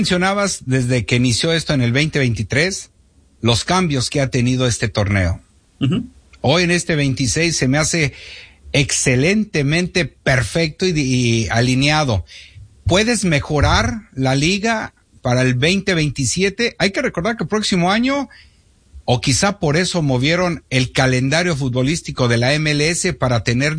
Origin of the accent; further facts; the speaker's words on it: Mexico; moved away; yo soy de México, he ido a México